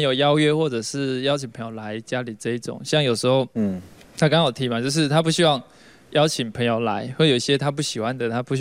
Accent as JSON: {"language": "Chinese", "region": "Penghu County", "country": "Taiwan", "moved": "yes", "lives_now": "Taipei, Taiwan", "said": "我们澎湖人就好客"}